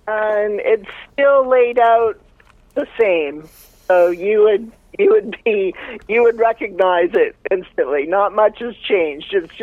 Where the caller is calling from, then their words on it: Vancouver, British Columbia, Canada; I'm calling from Vancouver, Canada.